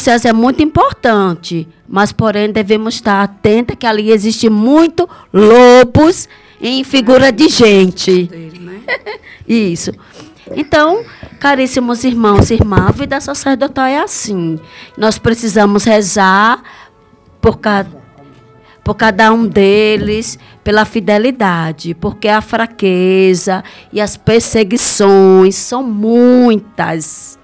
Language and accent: Portuguese; Bahia, Brazil; born there; moved away as an adult; also born or lived in Lagarto, Sergipe; teve um padre lá na Bahia, que agora na minha paróquia, na paróquia onde eu nasci